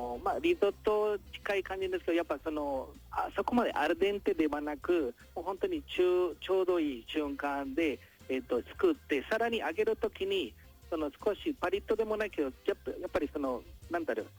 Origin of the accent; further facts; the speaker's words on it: Colombia; now in Ibaraki, Japan; 僕としてはコロンビア出身になっておりますので、